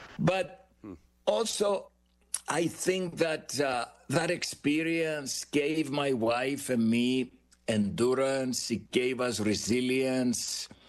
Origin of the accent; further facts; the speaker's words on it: Cyprus; was born on the island of Cyprus. I'm Greek Cypriots. Actually, my wife and I were both Greek Cypriots. We grew up in Cyprus.